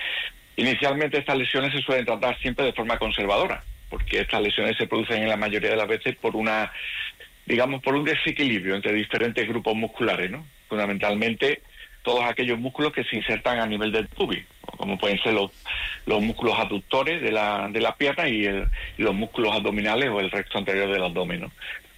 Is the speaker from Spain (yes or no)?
yes; Paradas, Andalusia, Spain; aunque yo no soy de Aral, soy de Paradas, pero bueno, tengo mi centro médico allí en el Aral, vale.